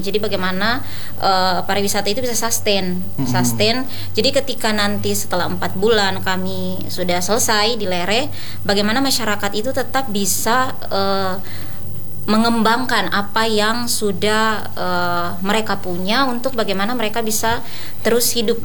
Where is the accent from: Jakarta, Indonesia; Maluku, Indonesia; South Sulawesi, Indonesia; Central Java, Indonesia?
Maluku, Indonesia; Asalnya dari Maluku.